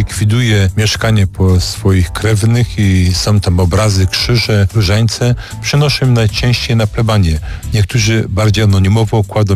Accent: Olesno, Opole Voivodeship, Poland; Ja pochodzę rodem z Olesna

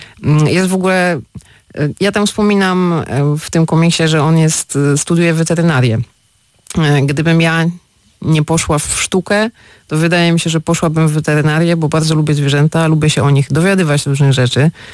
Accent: Elbląg, Warmian-Masurian Voivodeship, Poland; also born or lived in Gdańsk; Tak, z Elbląga, zgadza się. Chociaż mówię przeważnie, że jestem z okolic Gdańska. No bo w Gdańsku też kawał życia spędziłam studiując

